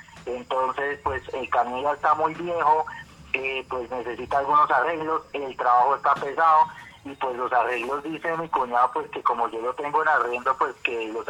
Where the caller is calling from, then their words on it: Santa Rosa de Osos, Antioquia, Colombia; De aquí de Santa Rosa de Osos